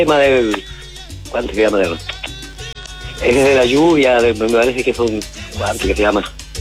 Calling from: Curicó Province, Maule, Chile; De aquí, de la provincia de Curicó.

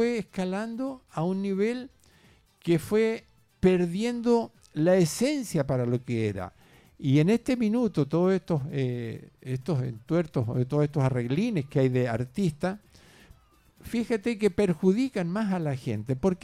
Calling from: San Fernando, O'Higgins, Chile; yo soy de acá de San Fernando

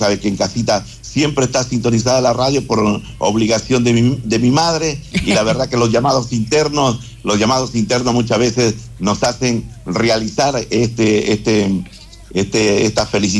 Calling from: Chile; somos chilenos y somos chilenos los 364 días del año.

